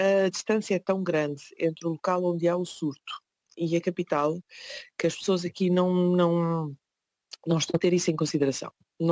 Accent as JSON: {"language": "Portuguese", "country": "Portugal", "moved": "yes", "lives_now": "Kinshasa, Democratic Republic of the Congo", "said": "Mas Portugal é o meu país, é o meu bom sangue, é a minha vida, é tudo."}